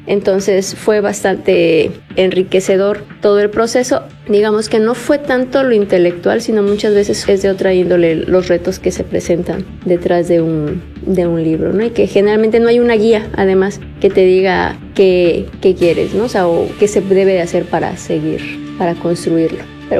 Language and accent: Spanish; Mexico; siendo mexicana, y la verdad lo digo honestamente, me avergüenzo de no saber una lengua indígena.